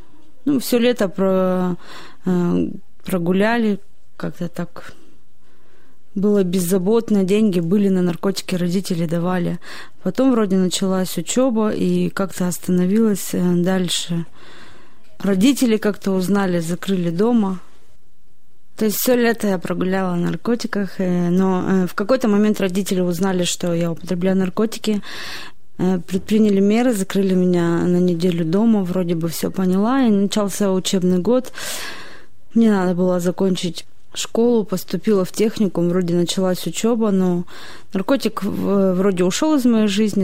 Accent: Nizhny Tagil, Sverdlovsk Oblast, Russia; мне 30 лет. Родилась и выросла в Нижнем Тагиле.

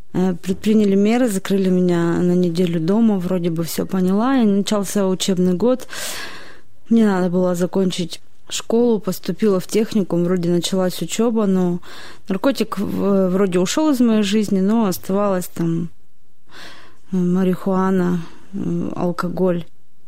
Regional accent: Nizhny Tagil, Sverdlovsk Oblast, Russia; мне 30 лет. Родилась и выросла в Нижнем Тагиле.

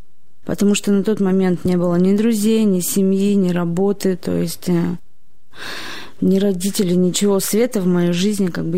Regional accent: Nizhny Tagil, Sverdlovsk Oblast, Russia; мне 30 лет. Родилась и выросла в Нижнем Тагиле.

